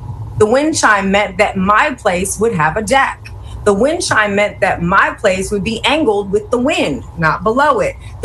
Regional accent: Bucks County, Pennsylvania, United States; moved away; where I grew up in Bucks County.

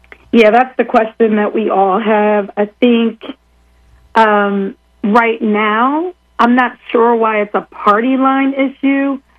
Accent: Pennsylvania, United States; I'm from Delaware County, representing the 164th, right outside of West Philadelphia

